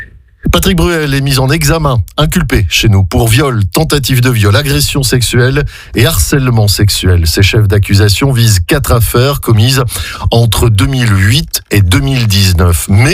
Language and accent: French; Belgium; chez nous en Belgique